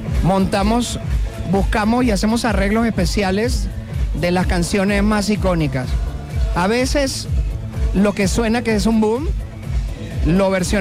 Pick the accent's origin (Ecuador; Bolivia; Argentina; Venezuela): Venezuela; moved away as an adult; now in Querétaro, Mexico; yo soy originario de Venezuela. Ya tengo 20 y pico de años aquí. Ajá. En Querétaro. Bueno, en México, en Querétaro tenía 18 años.